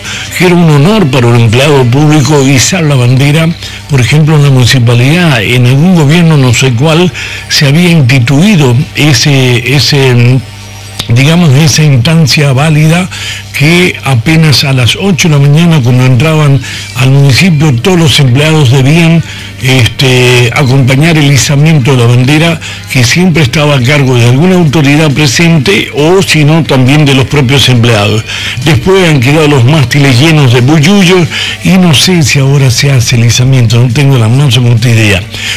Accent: Argentina

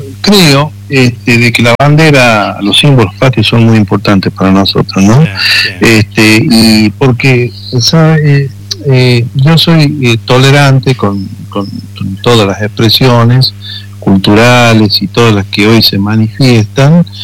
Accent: La Rioja, Argentina; nosotros lamentablemente, como riojanos, no enseñamos nuestra historia.

